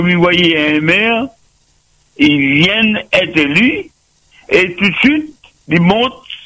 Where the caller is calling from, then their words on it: Saint-Benoît, Réunion; de Saint-Benoît.